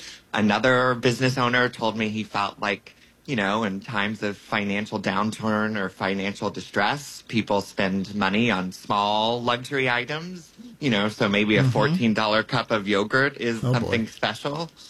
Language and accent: English; Tennessee, United States; I'm from Tennessee. I say inline.